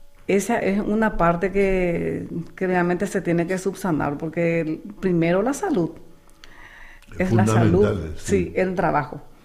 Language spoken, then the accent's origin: Spanish; Paraguay; Yo estoy luego viviendo ahí cerca del puente. Yo soy de Ciudad Nueva.